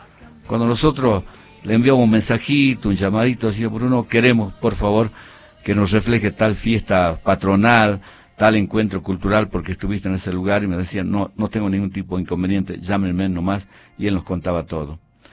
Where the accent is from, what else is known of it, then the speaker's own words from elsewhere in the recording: Muñayoc, Jujuy, Argentina; born there; also born or lived in Abrapampa; siempre escuchaba Radio Nacional, que llegaba a mi comunidad, a mi pago, donde nací. Yo nací en Muñayoc.